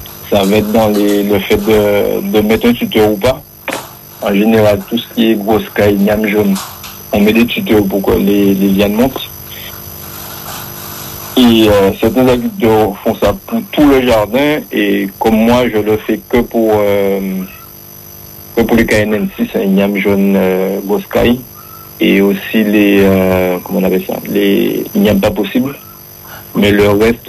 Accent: Les Abymes, Guadeloupe; Et moi, en fait, je suis originaire des Grands Fonds, Grand Fond des Abîmes.

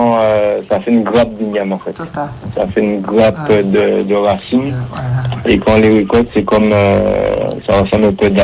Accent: Les Abymes, Guadeloupe; moi, en fait, je suis originaire des Grands Fonds des Abîmes.

